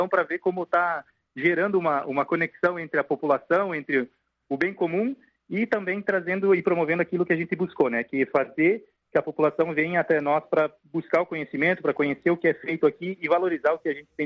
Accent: Pato Branco, Paraná, Brazil; Sou de Pato Branco mesmo. Minha família é toda de Pato Branco e Coronel Vivida.

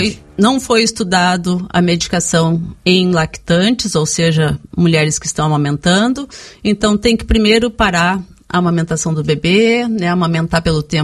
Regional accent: Porto Alegre, Rio Grande do Sul, Brazil; moved away as an adult; also born or lived in Santa Maria / Pelotas; now in Pato Branco, Brazil; Eu nasci em Santa Maria, mas me criei em Porto Alegre.

